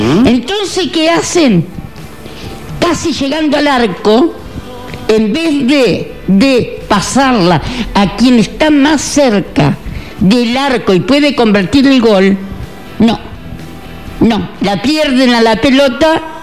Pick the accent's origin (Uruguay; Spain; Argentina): Argentina; por más que soy argentina, que quiero que gane Argentina